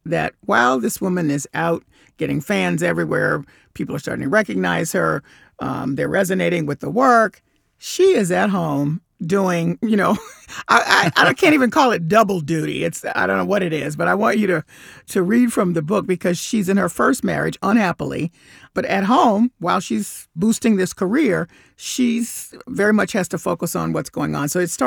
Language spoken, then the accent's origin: English; Bible Belt, United States; because I grew up in the Bible Belt. And so there's all kinds of discussion about faith and religion day in and day out.